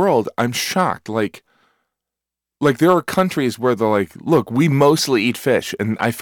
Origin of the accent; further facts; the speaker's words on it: Midwest, United States; I grew up on Lake Michigan